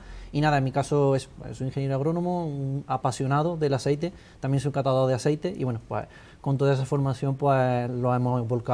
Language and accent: Spanish; Arjona, Andalusia, Spain; yo soy de Arjona, mi formación es ingeniero agrónomo